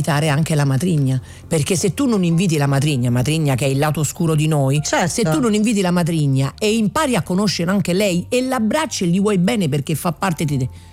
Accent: Switzerland; io che sono svizzera, che anche nel mio lavoro arrivo sempre con la memoria

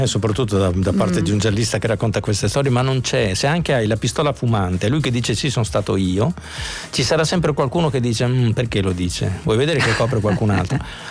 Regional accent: Emilia-Romagna, Italy; Dalle mie parti, in Romagna

